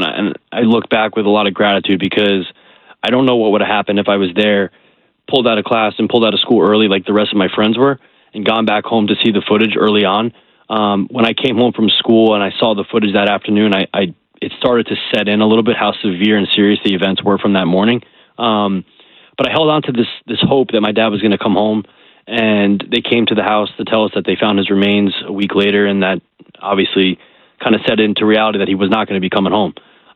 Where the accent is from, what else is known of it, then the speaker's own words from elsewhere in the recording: Morristown, New Jersey, United States; I grew up in New Jersey.